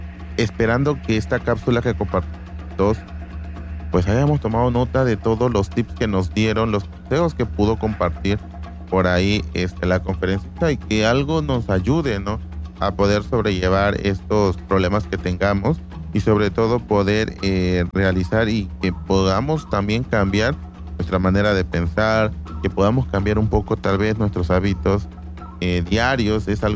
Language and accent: Spanish; Mexico; estas festividades que se realizan en nuestro país y el cual disfrutamos mucho todos los mexicanos